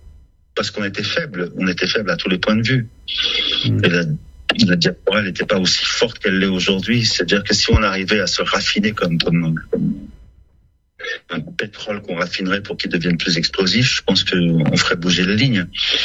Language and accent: French; Lebanon; moved away; Où pendant la guerre, nous, quand on est parti, mon père, je l'ai revu 8 ans plus tard, quoi. On a quitté le Liban.